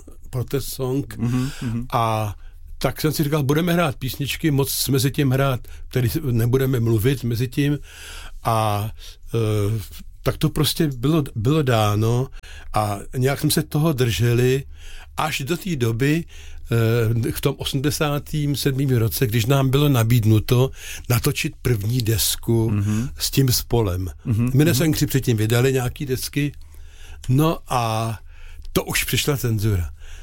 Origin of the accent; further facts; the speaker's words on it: South Bohemian Region, Czechia; byl jsem první Jihočech